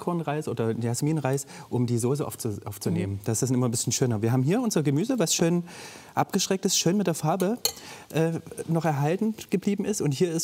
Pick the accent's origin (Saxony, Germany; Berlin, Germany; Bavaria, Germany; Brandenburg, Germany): Saxony, Germany; ich komme aus dem Osten, aus dem Tal der Ahnungslosen, wir hatten kein Fernsehen